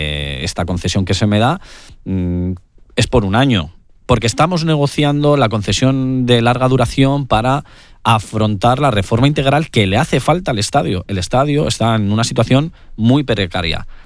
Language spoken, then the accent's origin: Spanish; Avilés, Asturias, Spain; moved away; yo he estado muchos años fuera, he trabajado mucho fuera y vuelvo con la intención de hacer más grande mi tierra.